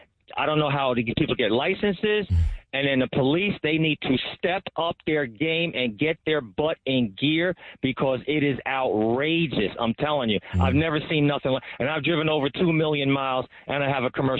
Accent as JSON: {"language": "English", "region": "New Jersey", "country": "United States", "tie": "born or raised there", "also_born_or_lived": "Maryland / Washington, D.C.", "moved": "as an adult", "lives_now": "Howard County, Maryland, United States", "said": "So listen, I'm from New Jersey, originally born and raised. I came to work down here in 1985. I worked in Washington up until 2001 when 9/11 hit."}